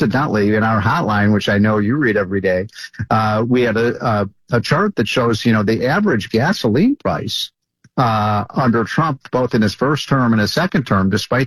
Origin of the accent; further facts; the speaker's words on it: Chicago, Illinois, United States; But Larry, I'm from Chicago. The sun doesn't shine all that much in Chicago.